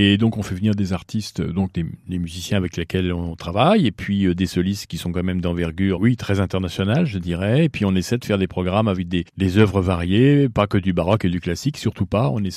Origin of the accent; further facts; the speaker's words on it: Le Mans, Pays de la Loire, France; moi je suis manceau puisque je suis né ici en 70 ans et j'ai beaucoup vécu ici la musique dans mes années d'étudiant et tout cela. Puis après, je suis parti, j'ai fait mon métier ailleurs. Mais j'ai toujours résidé sur le Mans